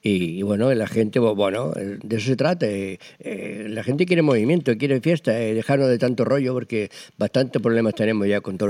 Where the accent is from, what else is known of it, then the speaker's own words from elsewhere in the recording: Linares, Andalusia, Spain; now in Castelldefels, Spain; la fiesta de mi pueblo, Estación Linares Baeza, que de ahí soy yo, de ahí nací yo. Nací en Linares, sí. Pero bueno, a 7 kilómetros está la Estación Linares Baeza.